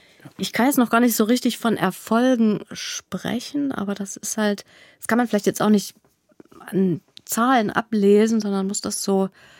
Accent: East Germany, Germany; Ich komme jetzt aus der DDR

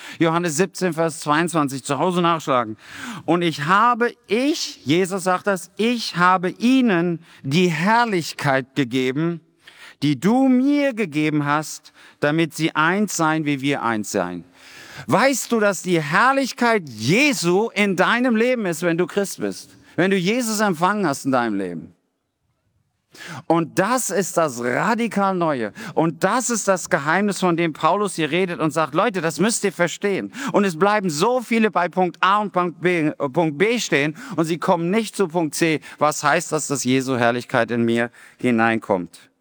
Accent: Rhineland-Palatinate, Germany; Wir kommen aus dem Westerwald in der Nähe.

